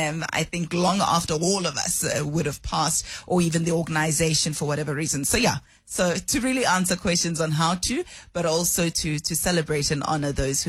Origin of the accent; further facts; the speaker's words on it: Soweto, Gauteng, South Africa; Look, I grew up at Dobsonville in Soweto, and privilege allowed me to go to schools in your suburb areas like Perth, Allen's Neck.